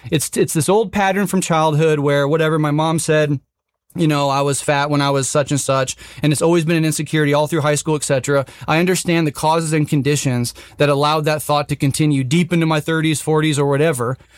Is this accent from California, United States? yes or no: no; Omaha, Nebraska, United States; born there; I'm an American. I'm born in Omaha, Nebraska.